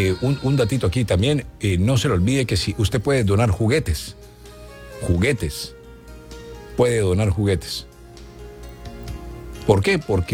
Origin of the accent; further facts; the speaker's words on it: Colombia; Los colombianos somos gente buena. Somos gente chévere.